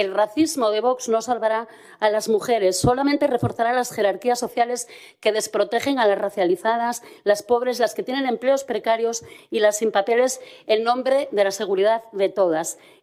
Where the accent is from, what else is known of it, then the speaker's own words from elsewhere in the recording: Luarca, Asturias, Spain; en Luarca, mientras en mi pueblo